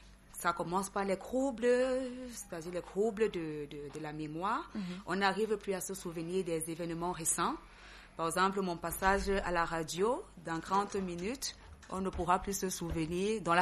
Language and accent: French; Cameroon; chez nous en Afrique, et plus particulièrement au Cameroun